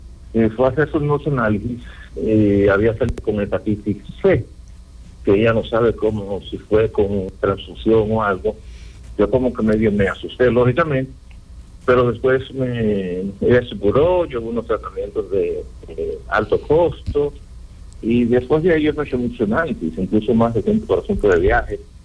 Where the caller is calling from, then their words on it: Santo Domingo Norte, Santo Domingo, Dominican Republic; Yo estoy en Santo Domingo Norte.